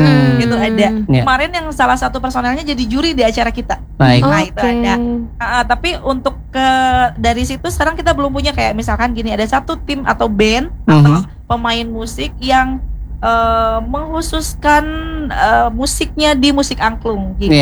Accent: West Java, Indonesia

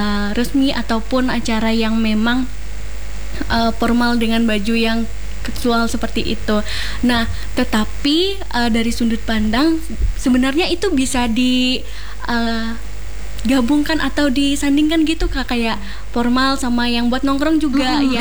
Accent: Seruyan, Central Kalimantan, Indonesia; now in Palangka Raya, Indonesia; Kalau aku dari Surian asalnya

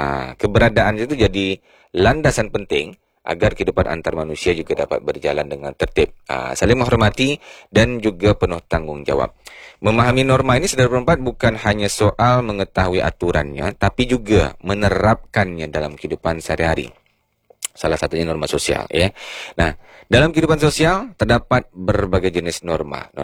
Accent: Dedap, Riau, Indonesia; Saya asli Dedap, Wak. Kepulauan Meranti, ya kan?

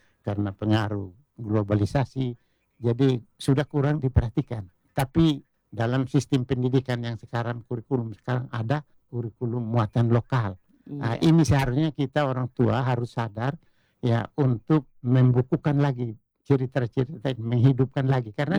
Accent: East Nusa Tenggara, Indonesia; sehingga sikap perilaku kita sebagai orang Sabu terlihat di dalam diri

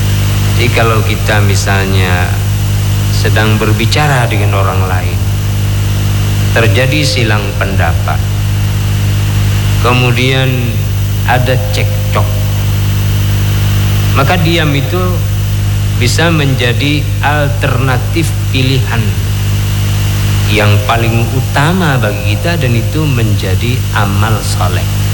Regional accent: Aceh, Indonesia; Memang panas kita. Memang gondok kita. Rasa kita orang Aceh memang palak.

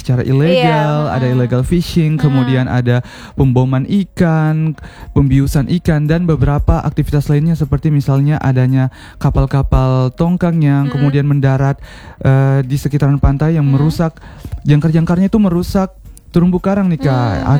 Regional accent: Southeast Sulawesi, Indonesia

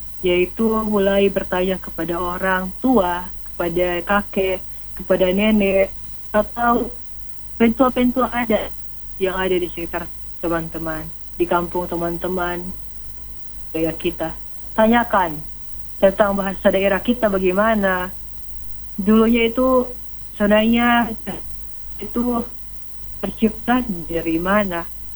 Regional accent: North Sulawesi, Indonesia; born there; kita bisa bangga menjadi Nusa Utara karena kita anak yang lahir di situ

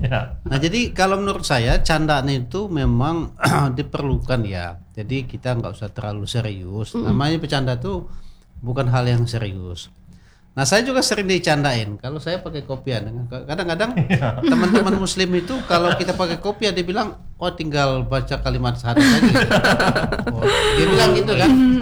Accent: Bengkulu, Indonesia; Contoh Pak Aditya, kalau saya kalau kami ini merantau nanti ke Jogja, kami berkata kami orang Bengkulu.

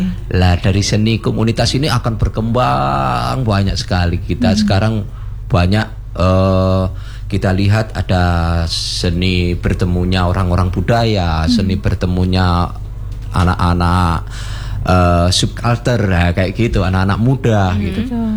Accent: Malang, East Java, Indonesia; Saya hidup, saya lahir, hidup, saya mendapat rezeki banyak juga itu di kota saya.

